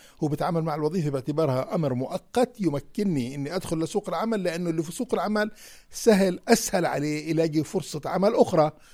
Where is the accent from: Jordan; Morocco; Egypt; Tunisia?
Jordan; عندنا في الأردن